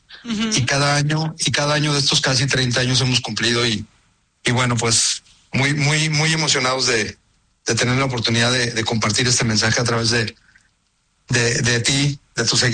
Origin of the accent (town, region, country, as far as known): Mexico